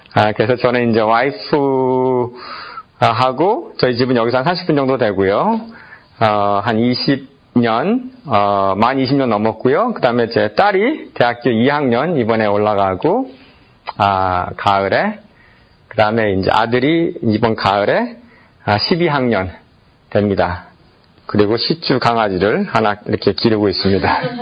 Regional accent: South Korea; born there; 여러분들 다 한국에서 태어났죠. 저도 한국에서 태어났고.

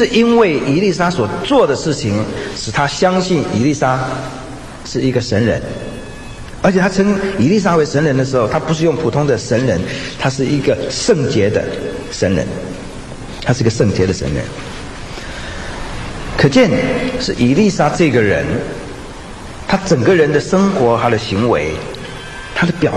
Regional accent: China; 我们中国人说爱屋及乌是有道理的

